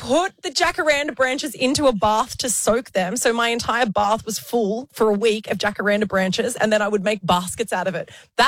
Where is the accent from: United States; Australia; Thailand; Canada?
Australia; Wollongong, New South Wales; I say rattan. Yeah, because I'm from Wollongong.